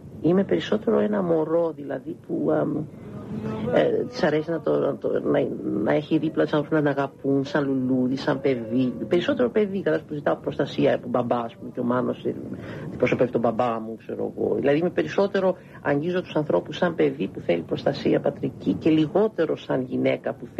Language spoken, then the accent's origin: Greek; Greece; accent: Greek; moved away; also born or lived in Southern United States; είμαι Ελληνίδα και μιλώ με προφορά ελληνική όταν ήμουν στην Αμερική.